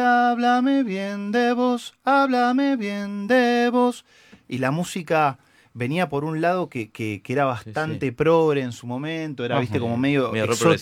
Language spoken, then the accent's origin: Spanish; Buenos Aires Province, Argentina; nosotros somos de Oestelandia